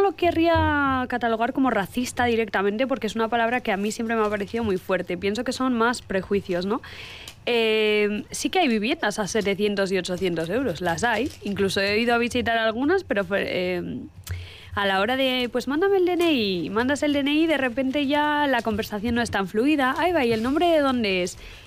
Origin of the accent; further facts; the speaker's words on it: Morocco; now in Vitoria-Gasteiz, Spain; soy marroquí